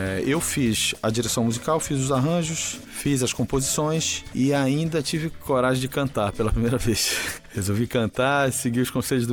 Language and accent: Portuguese; Cametá, Pará, Brazil; da nossa região, da minha região, que é a região do Baixo Tocantins, né, que eu sou de Cametá.